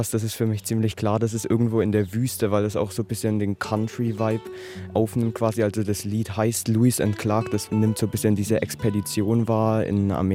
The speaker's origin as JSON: {"language": "German", "town": "Bamberg", "region": "Bavaria", "country": "Germany", "said": "ich bin 15 Jahre alt und ich komme aus Bamberg"}